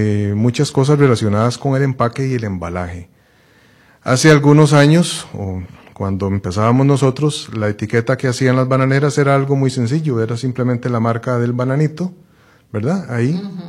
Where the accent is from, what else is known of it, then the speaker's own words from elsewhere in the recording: Costa Rica; Sí, en Costa Rica pues la mayoría de trabajadores o colaboradores, uh-huh, somos costarricenses